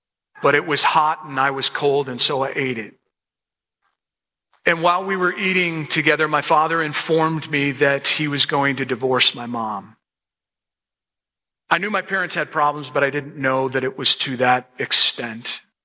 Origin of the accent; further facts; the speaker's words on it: Chicago, Illinois, United States; now in Detroit, United States; Yeah, I know I live in Detroit area, but I grew up in Chicago, and so I was a Bears fan.